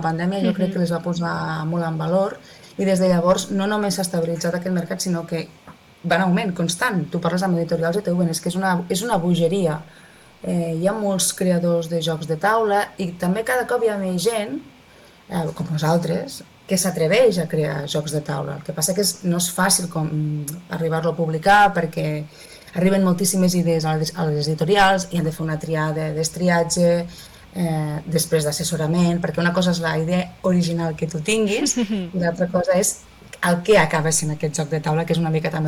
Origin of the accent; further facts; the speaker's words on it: Maials, Catalonia, Spain; born there; jo soc nascuda a Maials, un poble del Segrià, que no arriba als 1.000 habitants